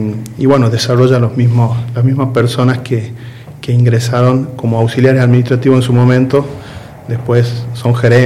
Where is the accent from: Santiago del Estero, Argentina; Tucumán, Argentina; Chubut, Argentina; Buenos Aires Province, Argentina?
Tucumán, Argentina; moved away as an adult; now in Cipolletti, Argentina; Vengo de la provincia de Tucumán, hace un año que estoy acá en la Patagonia, en Cipolletti, viviendo acá.